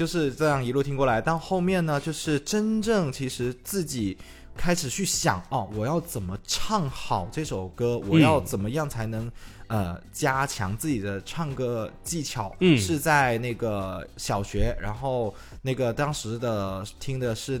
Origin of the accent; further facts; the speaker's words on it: Dongguan, Guangdong, China; 我自己就是东莞人所以其实当时肯定没有，如果没有说特别遇到特别大的那种机遇或者什么的，都我没有任何的想法说要离开东莞